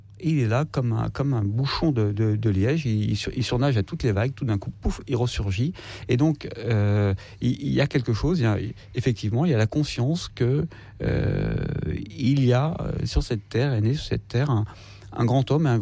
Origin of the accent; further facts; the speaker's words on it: Algeria; C'est un mot qui n'a pas le même sens ici et là-bas, ou là-bas, ou ici chez nous en Algérie et en Europe et en France.